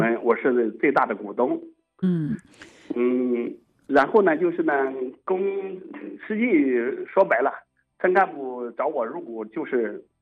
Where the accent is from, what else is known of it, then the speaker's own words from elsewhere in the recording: Suining, Jiangsu, China; 因为我们睢宁县梁集的，我们老家有一个就是沙性土壤